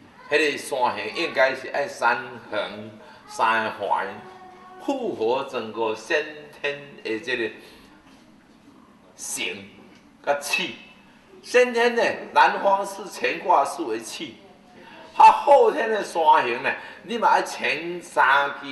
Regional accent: Taiwan; born there; 我们出生在我们在台湾，那就有伦理，不会去斗争，那你是大人。

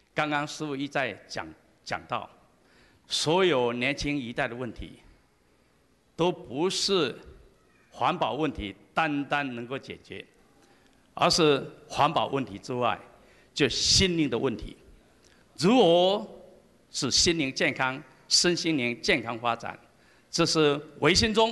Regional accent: Taiwan; 但是我相信有一天我们台湾人一定会同心肯定佛莲禅师

